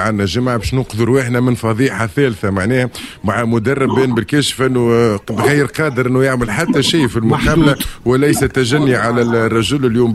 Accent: Tunisia; اليوم صبري اللموشي غادر السيناريو اللي عندنا في تونس

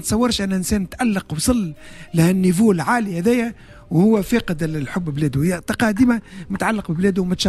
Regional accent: Tunisia

